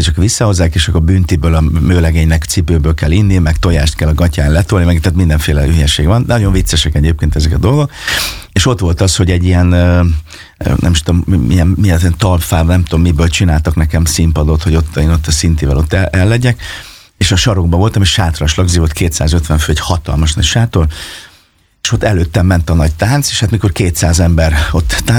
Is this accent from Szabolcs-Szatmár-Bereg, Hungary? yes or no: yes; Fényeslitke, Szabolcs-Szatmár-Bereg, Hungary; born or raised there; also born or lived in Kisvárda